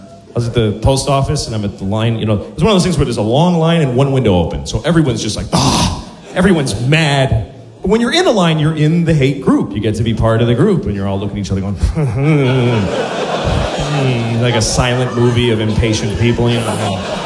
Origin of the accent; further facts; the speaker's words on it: Boston, Massachusetts, United States; because I grew up in Boston, and in Boston people just beat each other for no reason.